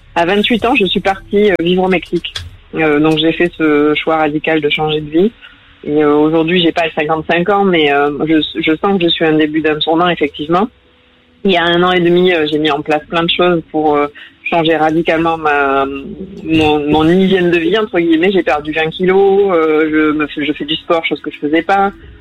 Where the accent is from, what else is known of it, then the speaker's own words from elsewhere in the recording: Lormont, Nouvelle-Aquitaine, France; born there; Je suis né à Lormont, dans le 33.